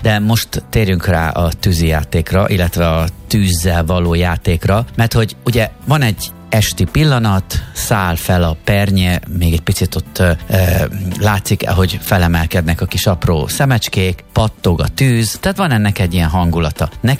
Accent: Szeged, Csongrád-Csanád, Hungary; moved away; mi közös városból származunk, vagy legalábbis mindkettőnknek Szeged az a városa, amit nagyon szeretünk, és onnan elindult a pályánk.

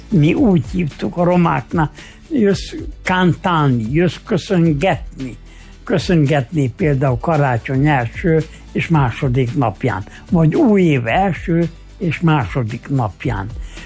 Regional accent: Hungary; Én magyar vagyok, magyar cigány vagyok.

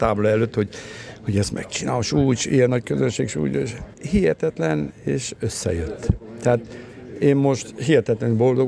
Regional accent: Transylvania, Romania; Én mivel kettős állampolgár vagyok, magyar is vagyok, román is. Ott játszok, ahol felkérnek, ahol játszok, mivel ott élek ki, Erdélybe, igaz, akkor a román bajnokság közele van hozzám.

